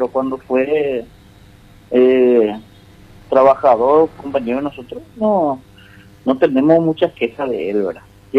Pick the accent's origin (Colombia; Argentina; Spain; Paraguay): Paraguay; todos los paraguayos que vivimos acá